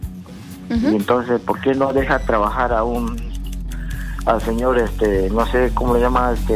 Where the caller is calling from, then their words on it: the Oriente, Peru; yo soy del Oriente.